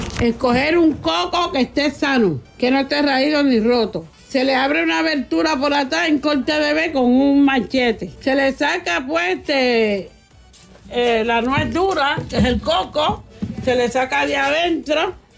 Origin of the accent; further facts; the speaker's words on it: Puerto Rico; somos ciudadanos americanos.